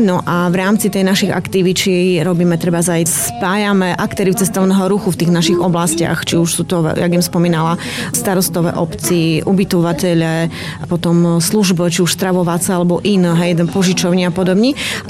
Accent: Košice Region, Slovakia; accent: Zemplín dialect; first language Zemplín dialect; moved away as an adult; now in Medzilaborce area, Slovakia; Takže pochádzam od Trebišova a tu jem sa medzi laborcoch jem sa vydala

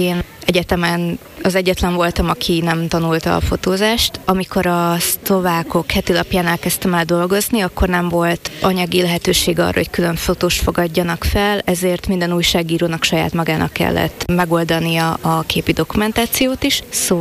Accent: Békés, Hungary; én magyarországi szlovák származású vagyok, Békés megyéből származom.

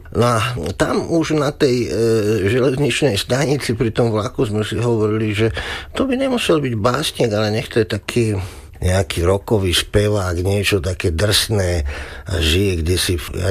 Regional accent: Nové Mesto nad Váhom, Trenčín Region, Slovakia; born there; vlak zastal paradoxne v Novom meste nad Váhom, čo je moje rodisko.

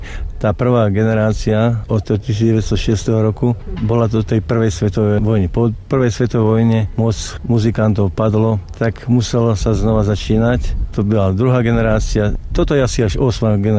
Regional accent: Predmier, Žilina Region, Slovakia

